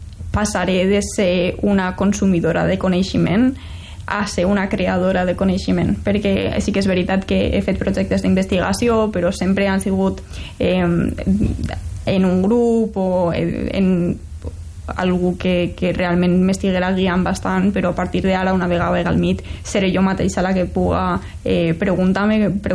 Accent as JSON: {"language": "Catalan", "town": "Benicarló", "region": "Valencian Community", "country": "Spain", "tie": "born or raised there", "moved": "as an adult", "said": "jo quan vaig créixer aquí a Benicarló"}